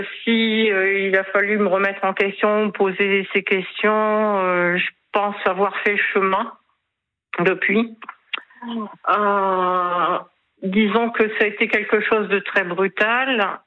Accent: Hauts-de-France, France; nous sommes originaires des Hauts-de-France.

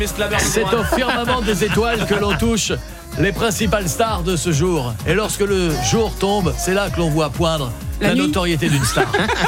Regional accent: Hauts-de-France, France; Moi, j'ai grandi en Picardie

